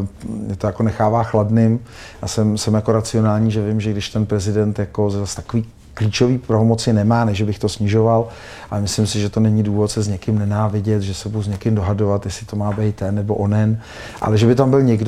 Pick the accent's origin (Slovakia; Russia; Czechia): Russia; now in Czech Republic; se válčí, tak jsem utek před tou válkou, je to složitý, mohli jsme si o tom vyprávět týdny, ale proč jako já Rus jsem špatný?